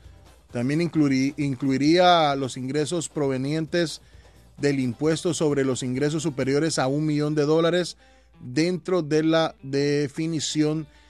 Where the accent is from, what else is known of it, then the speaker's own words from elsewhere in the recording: Guatemala; moved away; Yo me alejé, yo me vine de Guatemala, se quedó allá